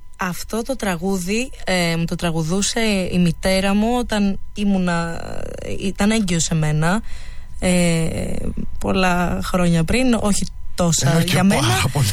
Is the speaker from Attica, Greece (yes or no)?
yes; Chalandri, Attica, Greece; Μεγάλωσα στο Χαλάνδρι.